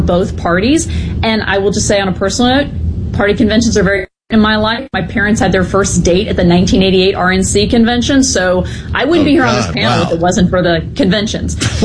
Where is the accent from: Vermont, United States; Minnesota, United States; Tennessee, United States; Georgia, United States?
Georgia, United States; I'm not saying this because I am from Georgia, but Georgia is a state that has elected some Democrats recently